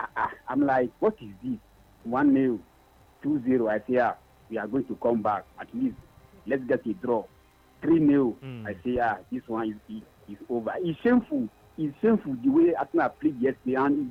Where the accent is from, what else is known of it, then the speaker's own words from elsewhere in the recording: Ikoyi, Lagos, Nigeria; from Ikoyi.